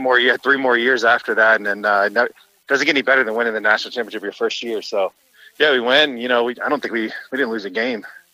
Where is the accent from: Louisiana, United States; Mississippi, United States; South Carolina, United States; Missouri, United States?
Louisiana, United States; Yeah, I grew up in Louisiana. Just baseball, you know, was in the blood.